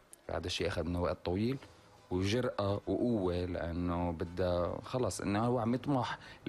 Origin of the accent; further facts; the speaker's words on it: Syria; يمكن لبعدين ما يصح لي اني انا ابن البلد ساوي. هي اليوم الفرص، هلا هي لابن الوطن، ما لبعدين الكل بيعرف كل العالم بدها تستثمر بسوريا